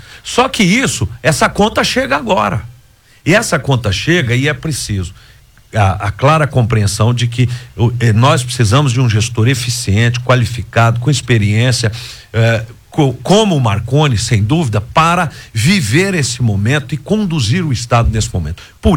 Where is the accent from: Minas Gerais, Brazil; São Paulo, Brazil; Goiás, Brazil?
Goiás, Brazil; Formosa; Eu sou do entorno, eu sou lá de Formosa